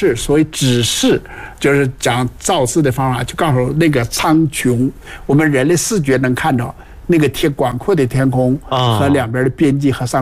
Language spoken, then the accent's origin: Chinese; China; 在我们中国人的二十四节气里有一个节气叫冬至。